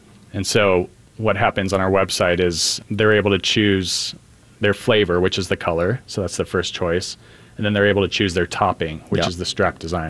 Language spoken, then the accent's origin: English; California, United States; I'm from Orange County, California.